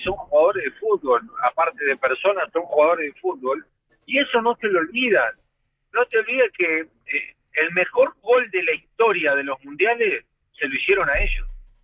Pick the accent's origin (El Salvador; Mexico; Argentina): Argentina; Esto no va a cambiar, nosotros somos así, no nos olvidamos, somos argentinos.